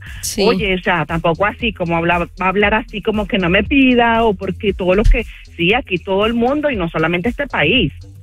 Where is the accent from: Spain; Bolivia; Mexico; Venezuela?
Venezuela; moved away; Sí, mi familia, soy venezolana. Uh-huh. Y tengo ya, voy para 9 años en este país.